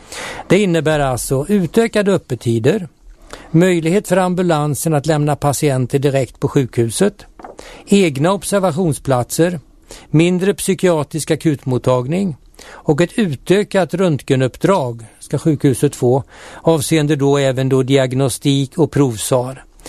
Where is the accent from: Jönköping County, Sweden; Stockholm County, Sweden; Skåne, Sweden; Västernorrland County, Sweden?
Stockholm County, Sweden; Älta; den ligger mig speciellt varmt om hjärtat eftersom jag kommer från Älta och är väldigt mycket ute i Älta Mosse.